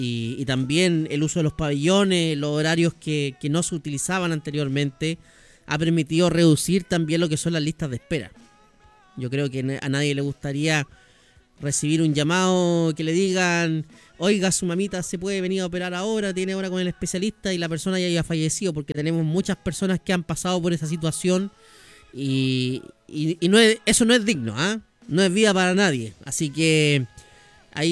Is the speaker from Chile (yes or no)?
yes; Chile